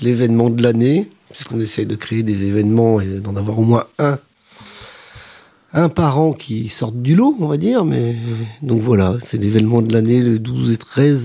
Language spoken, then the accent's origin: French; Hauts-de-France, France; moi je viens du Nord et j'ai quelques origines belges.